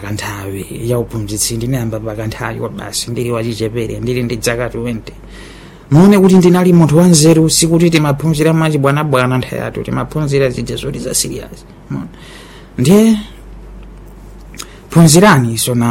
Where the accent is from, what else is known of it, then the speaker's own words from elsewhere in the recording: Angónia, Tete, Mozambique; Eu sou da Angônia. De Majora, né?